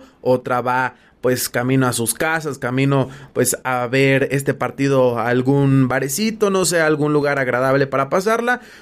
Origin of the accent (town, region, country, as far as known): Mexico